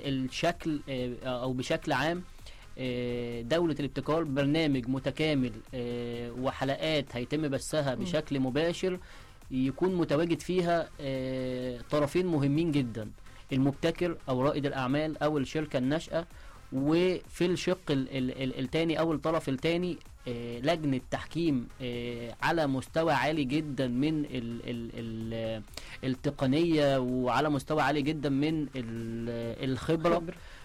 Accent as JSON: {"language": "Arabic", "country": "Egypt", "said": "ودي مش مبالغه مننا كمصريين"}